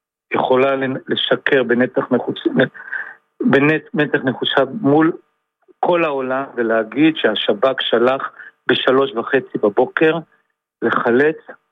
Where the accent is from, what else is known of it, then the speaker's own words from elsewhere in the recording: Givat Olga, Haifa District, Israel; גם אני גדלתי בגבעת אולגה. אני גרתי אישית את משה כחלון. הכרתי הרבה אנשים אישית. אבל אף פעם לא הגענו לרמות כאלה נמוכות. אף פעם לא הגענו. גם אני גדלתי בפריפריה, כל חברה ימנים.